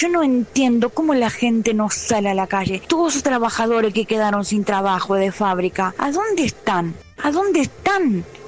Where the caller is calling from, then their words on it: Argentina; de San Cristóbal.